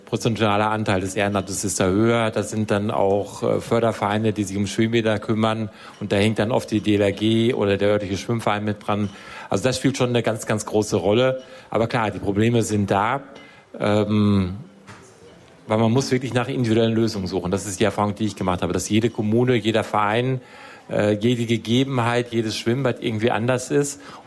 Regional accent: Delbrück, North Rhine-Westphalia, Germany; Delbrück, Kreis Paderborn.

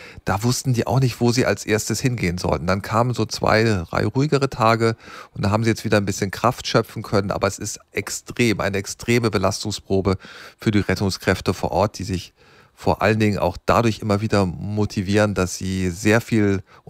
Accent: Germany; deswegen darf ich das als Deutscher vielleicht auch sagen

